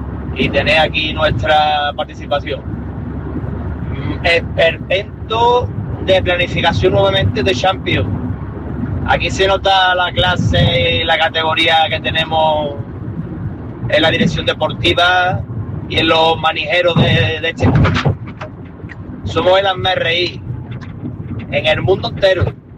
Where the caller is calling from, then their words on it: La Oliva, Canary Islands, Spain; Buenos días, Radio Marca, desde La Oliva